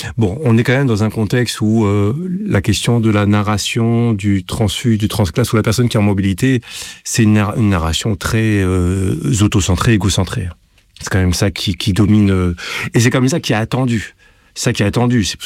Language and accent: French; Villiers-sur-Marne, Île-de-France, France; Villiers-sur-Marne.